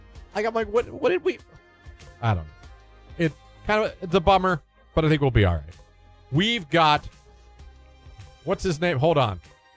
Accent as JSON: {"language": "English", "town": "Akron", "region": "Ohio", "country": "United States", "tie": "born or raised there", "said": "Now, I grant you, he was driving around in my hometown"}